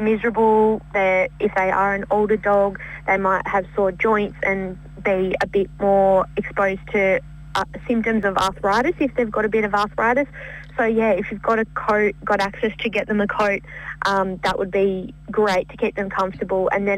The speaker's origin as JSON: {"language": "English", "region": "New South Wales", "country": "Australia", "tie": "born or raised there", "lives_now": "Albury, Australia", "said": "that's my hometown, or home locality would be best to call it, probably."}